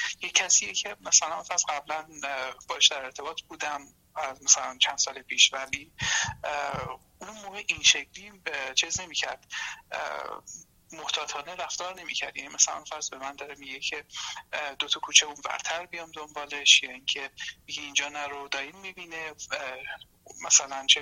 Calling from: Iran; چون از ایران هستم.

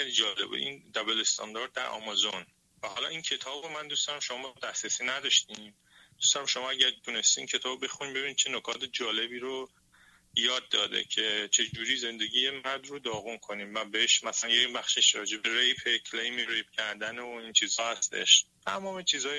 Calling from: Iran

